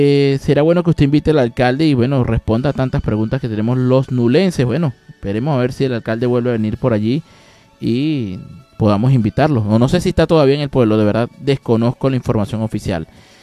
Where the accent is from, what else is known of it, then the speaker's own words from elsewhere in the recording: Venezuela; toda esta situación que hemos vivido como venezolanos.